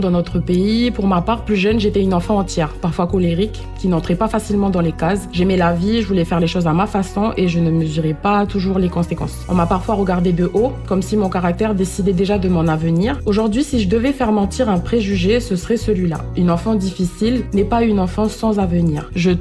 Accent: New Caledonia; born there; also born or lived in Houaïlou (North Province) / Saint-Louis, Mont-Dore (South Province); J'ai grandi à Waïlou, à Saint-Louis et dans le quartier de Pierre-Lanquette. Que ce soit dans le nord ou ici dans le sud, j'ai effectivement grandi avec des repères solides et c'est ce qui m'a donné un vrai ancrage.

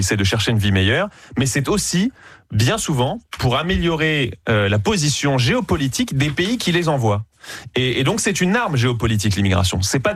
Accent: Canada; moved away; moi j'ai grandi au Canada.

